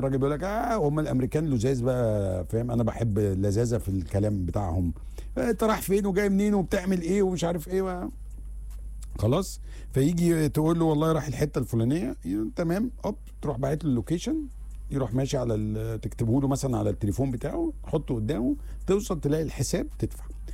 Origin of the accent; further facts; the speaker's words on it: Egypt; أنا مثلا إحنا كمصريين هتيجي تقول لي